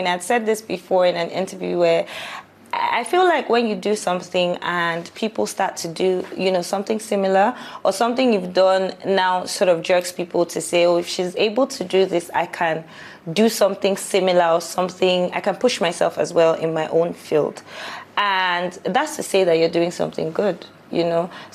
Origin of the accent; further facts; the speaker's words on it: Nigeria; But being a Nigerian, I would tell you that Nigerian Jollof is the absolute best.